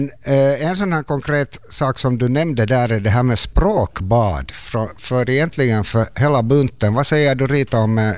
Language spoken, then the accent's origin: Swedish; Finland; Och jag borde inte som finlandssvensk säga det här, men ibland klarar man sig på ett ord på finska